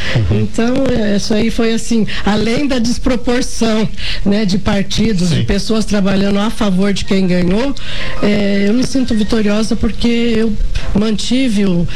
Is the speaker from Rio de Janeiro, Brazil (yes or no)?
no; São Paulo, Brazil; born there; moved away as an adult; now in Mato Grosso do Sul, Brazil; a sociedade que me acolheu há 45 anos, né, aqui em Mato Grosso do Sul. Sou paulista de nascimento, mas vim para cá casada, já formada, e aqui constitui minha família.